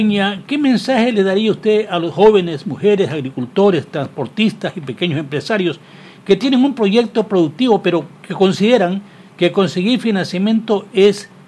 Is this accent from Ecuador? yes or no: yes; Galápagos, Ecuador; Galápagos, que es mi provincia, en las islas.